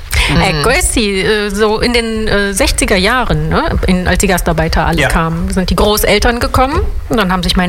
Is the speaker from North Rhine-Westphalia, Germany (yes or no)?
yes; Ratingen, North Rhine-Westphalia, Germany; born there; ich bin in Ratingen, in Deutschland, in wunderschönen Nordrhein-Westfalen, nördlich von Düsseldorf geboren.